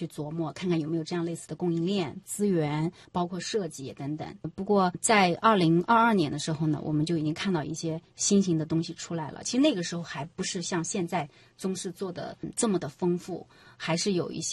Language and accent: Chinese; Shou County, Anhui, China; 我是出生在安徽六安寿县这个城市